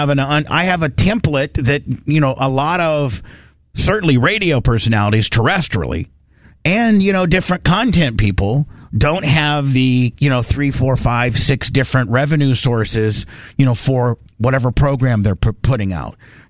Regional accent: Warsaw, Indiana, United States; born or raised there

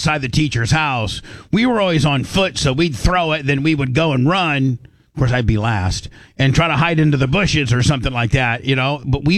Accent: Warsaw, Indiana, United States; a prank that I've pulled, you know, a lot growing up in Warsaw, Indiana

